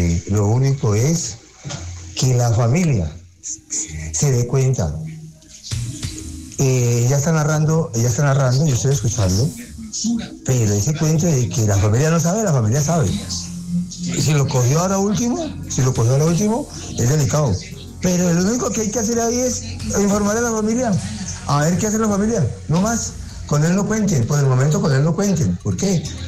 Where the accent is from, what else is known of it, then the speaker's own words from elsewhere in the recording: Cali, Valle del Cauca, Colombia; de Cali para el mundo